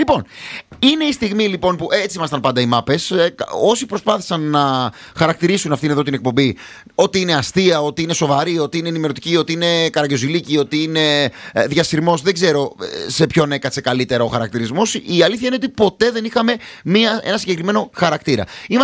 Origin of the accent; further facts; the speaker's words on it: Methana, Attica, Greece; moved away; σε έναν πολύ όμορφο τόπο που και εγώ έχω περάσει τα παιδικά μου χρόνια, εκεί στα Μέθαινα